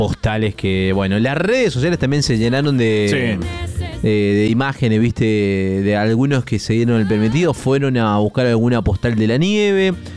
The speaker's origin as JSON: {"language": "Spanish", "region": "Mendoza", "country": "Argentina", "said": "uno como mendocino"}